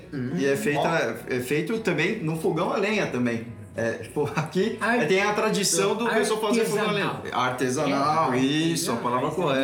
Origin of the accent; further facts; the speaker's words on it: São Paulo, Brazil; eu sempre nasci em São Paulo, sempre morei em São Paulo.